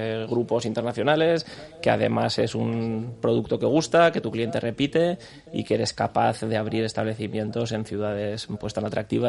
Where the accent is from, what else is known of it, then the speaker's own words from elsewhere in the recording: Bilbao, Basque Country, Spain; Por supuesto, somos de Bilbao.